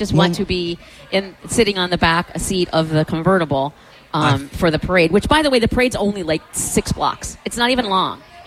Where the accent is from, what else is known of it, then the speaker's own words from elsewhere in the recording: Fort Madison, Iowa, United States; moved away; because I'm from Fort Madison